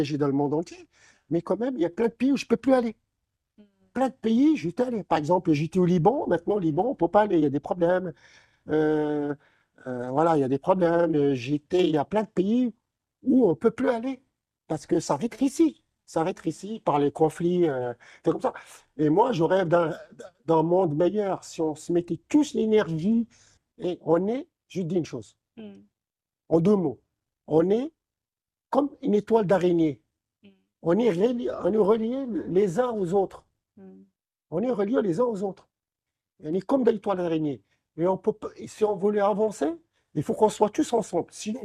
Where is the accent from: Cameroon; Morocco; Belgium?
Morocco; moved away; also born or lived in France; je suis marocain, ils sont contents. Et ben, je suis content. Après, ça se passe très bien. Et après, en même temps, j'ai vécu longtemps en France.